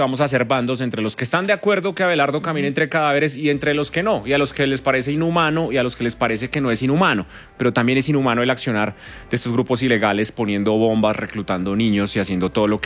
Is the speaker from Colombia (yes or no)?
yes; Colombia; este es un tema que nos pone a nosotros a revisarnos como colombianos qué es lo que está pasando.